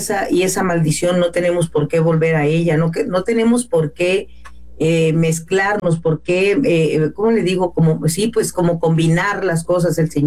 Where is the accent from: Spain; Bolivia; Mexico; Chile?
Mexico; Nosotros no somos hebreos, no somos judíos, somos mexicanos.